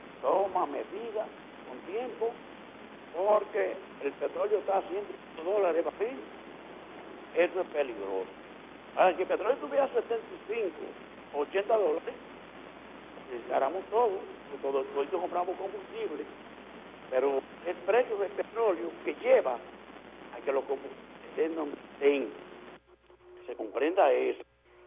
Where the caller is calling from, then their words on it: Dominican Republic; Y aquí nosotros, como dominicanos